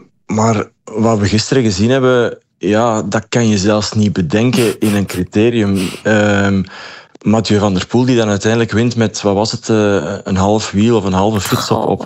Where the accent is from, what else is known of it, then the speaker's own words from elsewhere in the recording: Belgium; mogen we toch wel enorm blij zijn